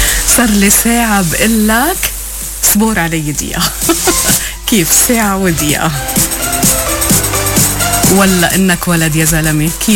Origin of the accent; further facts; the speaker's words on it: Lebanon; accent: Lebanese; غرائب اللهجة اللبنانية. كل مرة بيكون في عنا محطة قد ما لهجتنا كتير غنية.